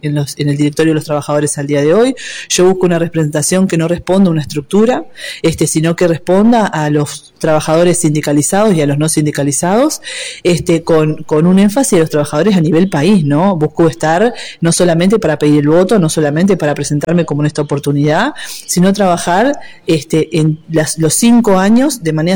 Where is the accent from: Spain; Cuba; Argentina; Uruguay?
Uruguay; Colonia; Yo soy una trabajadora de Colonia, entonces entiendo lo que a veces pasa en el interior, que las decisiones se toman todas en Montevideo